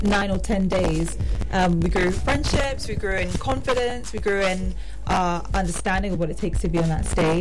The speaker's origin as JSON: {"language": "English", "region": "Lagos", "country": "Nigeria", "said": "My mom is from Edo State. My dad is from Oyo State. But I represented Lagos because Lagos is my home."}